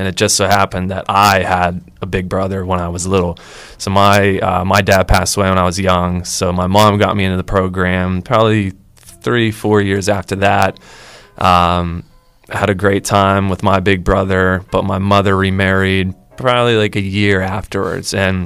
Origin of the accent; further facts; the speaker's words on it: Greensburg, Pennsylvania, United States; I'm from Westmoreland County. I'm from Greensburg. I went to the University of Pittsburgh and graduated in 2012.